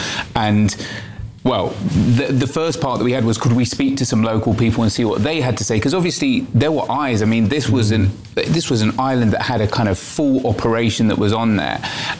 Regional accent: United Kingdom; We're British journalists.

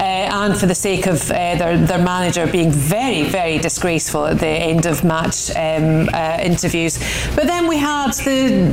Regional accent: Scotland, United Kingdom; Clearly, I'm Scottish, but I am supporting England now.

